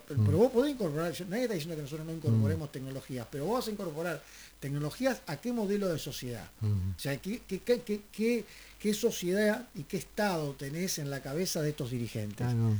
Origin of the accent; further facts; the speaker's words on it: Argentina